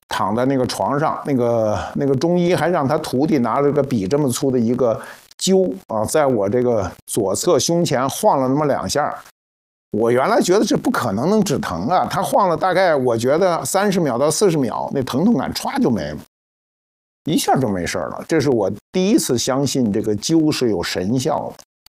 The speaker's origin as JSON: {"language": "Chinese", "region": "Beijing", "country": "China", "tie": "born there", "said": "我就出生在301医院。"}